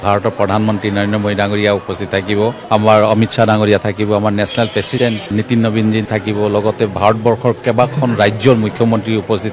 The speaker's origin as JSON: {"language": "Assamese", "region": "Assam", "country": "India", "said": "মই নিজকে এজন অসমীয়া হিচাপে পৰিচয় দি ভাল পাওঁ আৰু মই এজন অসমীয়া হিচাপে সকলো জাতি জনগোষ্ঠীৰ কাৰণে কাম কৰিম।"}